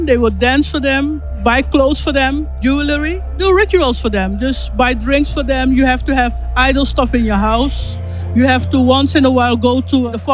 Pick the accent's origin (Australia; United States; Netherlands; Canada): Netherlands; I'm from the Netherlands.